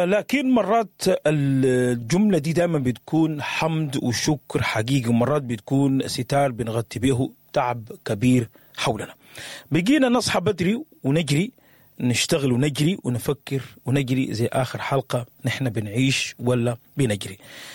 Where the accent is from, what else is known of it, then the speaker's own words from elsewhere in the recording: Sudan; خليني أخذكم كده من الصباح في رحلة صباحية ونبتدي بها من بلدنا السودان